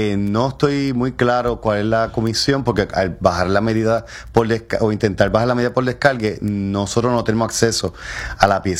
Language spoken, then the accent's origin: Spanish; Carolina, Puerto Rico